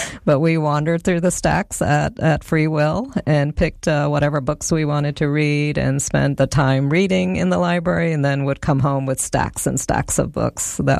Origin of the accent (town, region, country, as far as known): Statesboro, Georgia, United States; born or raised there; English is a second language; also born or lived in India